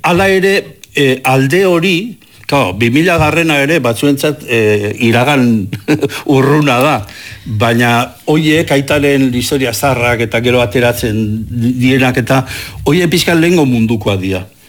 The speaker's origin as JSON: {"language": "Basque", "town": "Legazpi", "region": "Basque Country", "country": "Spain", "tie": "born there", "said": "ni jaio nintzen herria bezala, Lehazpi bezala"}